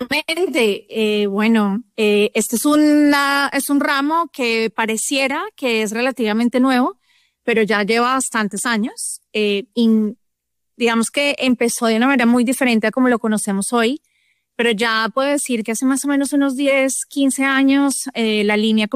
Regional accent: Colombia; y casualmente somos muchos colombianos en esta línea de negocios

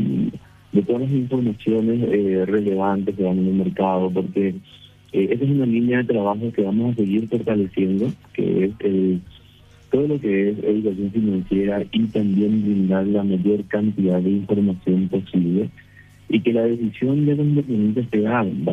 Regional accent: Paraguay; como paraguayos y como inversionistas locales, estamos muy acostumbrados a la renta fija

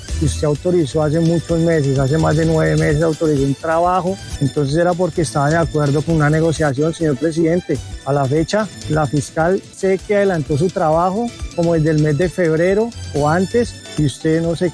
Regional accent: Colombia; somos pueblo, somos personas, somos colombianos.

